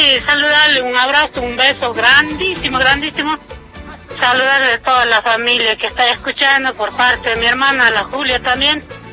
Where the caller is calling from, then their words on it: Jujuy, Argentina; nosotros lo venimos a ver de Jujuy, somos de allá, de Jujuy, vivimos allá